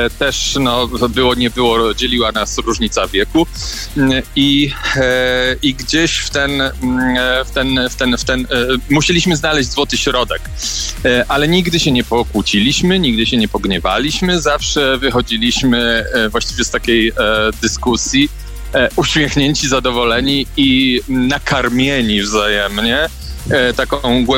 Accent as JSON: {"language": "Polish", "town": "Konin", "region": "Greater Poland Voivodeship", "country": "Poland", "said": "jak ten nasz Konin się uprzemysławiał i jak wyglądał uprzemysłowiony już, bo no w tej chwili możemy powiedzieć, że żyjemy w mieście postindustrialnym, za chwilę kopalnianym totalnie"}